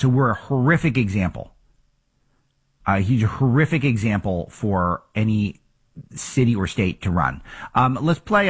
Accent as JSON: {"language": "English", "town": "Los Angeles", "region": "California", "country": "United States", "tie": "born there", "said": "And I was born in Los Angeles, and I've lived here, I think, 32 of the 40 years I've been on this earth, and at least part-time, but at least part of the year."}